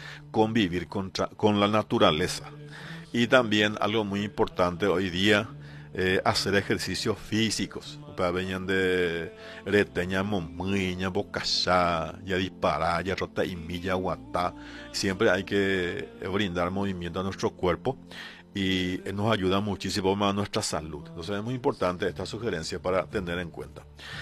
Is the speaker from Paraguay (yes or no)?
yes; Paraguay; nos está haciendo perder nuestra esencia como paraguayo, como pueblo de bien, como pueblo cristiano.